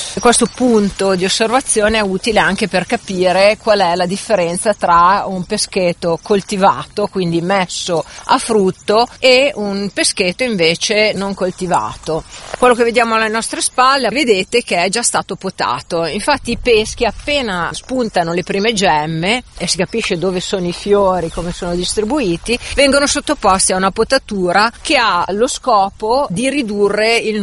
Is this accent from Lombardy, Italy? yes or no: yes; Lombardy, Italy; in dialetto da noi le pesche si chiamano i persi